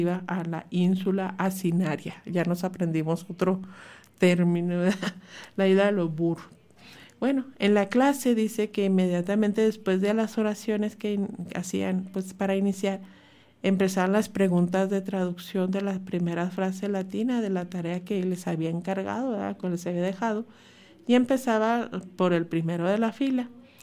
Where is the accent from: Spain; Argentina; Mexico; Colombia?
Mexico; Chihuahua; born there; Yo soy nacida en Chihuahua y la colonia industrial es donde vive toda mi familia